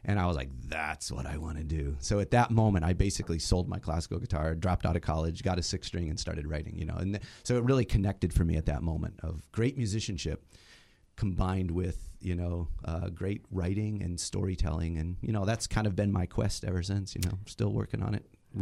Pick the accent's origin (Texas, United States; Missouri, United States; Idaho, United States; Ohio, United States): Ohio, United States; Randolph; born there; I was born near Kent, Ohio. Randolph, Ohio.